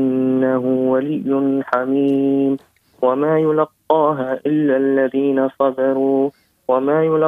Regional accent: Sousse, Sousse Governorate, Tunisia

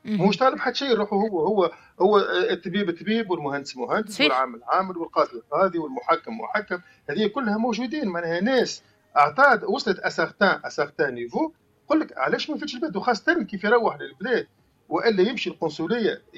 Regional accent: Tunisia; now in France

